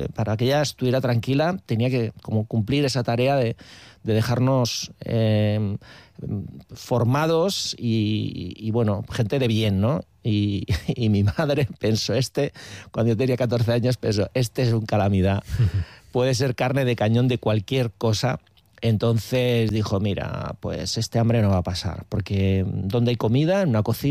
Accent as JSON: {"language": "Spanish", "town": "San Sebastián", "region": "Basque Country", "country": "Spain", "tie": "born or raised there", "said": "porque nosotros somos del barrio de Guía, y en el barrio de Guía, que la gente no lo sabrá, pero en el Chofre"}